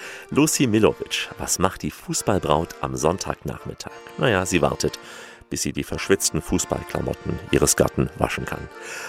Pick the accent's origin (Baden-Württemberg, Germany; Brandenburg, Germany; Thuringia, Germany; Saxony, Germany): Saxony, Germany; Chemnitz; wobei sie ja in meiner Heimatstadt geboren wurde, in Chemnitz 1905